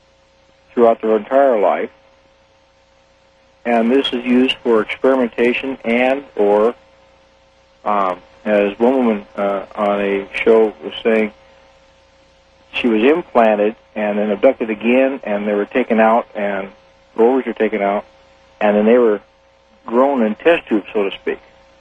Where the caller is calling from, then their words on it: Tacoma, Washington, United States; Radio Off in Tacoma, Washington.